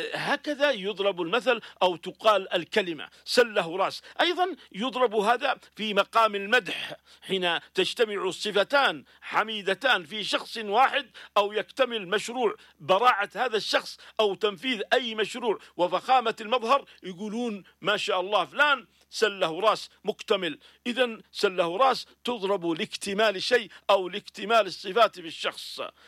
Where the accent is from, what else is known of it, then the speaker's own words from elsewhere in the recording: Yemen; في موروثنا الشعبي اليمني